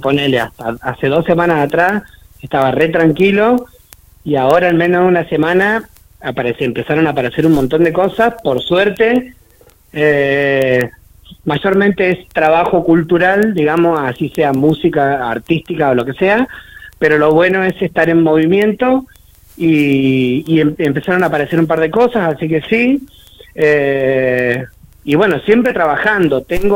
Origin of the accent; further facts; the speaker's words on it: Pico Truncado, Santa Cruz, Argentina; yo me crié acá en Pico Truncado